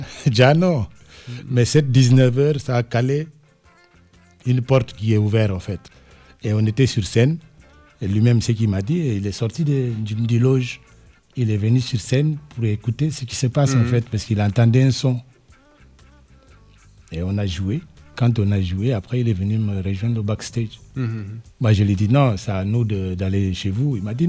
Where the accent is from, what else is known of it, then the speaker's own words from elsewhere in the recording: Senegal; je suis sénégalais